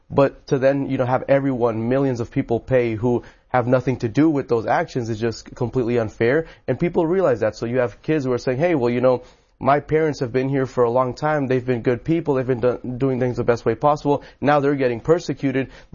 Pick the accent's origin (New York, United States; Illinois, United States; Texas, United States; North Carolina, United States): Texas, United States; College Station; Well, so I grew up in College Station, Texas. You know, it's a pretty conservative place